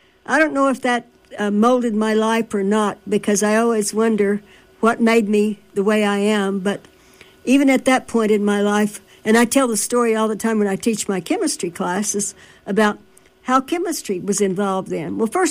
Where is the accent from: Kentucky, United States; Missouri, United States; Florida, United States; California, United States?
Missouri, United States; Cat Run; born there; So I was born in Cat Run, Missouri.